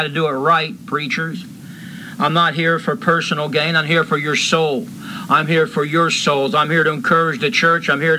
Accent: Bethlehem, Pennsylvania, United States; But I'm here from Bethlehem, Pennsylvania, the house of bread.

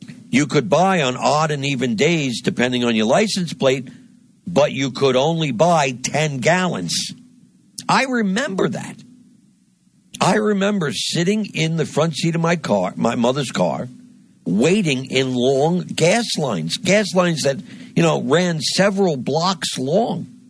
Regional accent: New Jersey, United States; In my home state of New Jersey

